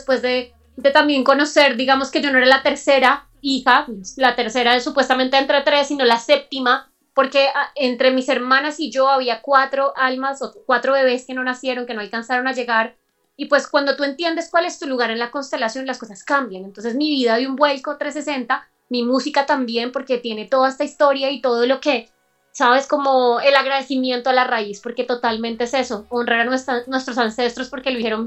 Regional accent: Ibagué, Tolima, Colombia; born there; also born or lived in Bogotá; yo estoy desde Ibagué. Yo nací en Bogotá realmente. Yo soy bogotana del alma, de corazón. Y a los 7 años me vengo a ir a Ibagué

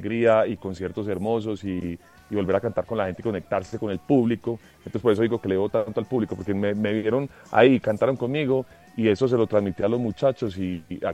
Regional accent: Medellín, Antioquia, Colombia; somos de Medellín, que no me note pues el acento

